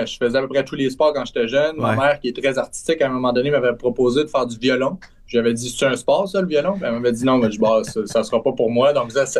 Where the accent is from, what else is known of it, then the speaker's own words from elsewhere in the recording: Trois-Rivières, Quebec, Canada; moved away; moi, je viens de Trois-Rivières, ma famille est toujours à Trois-Rivières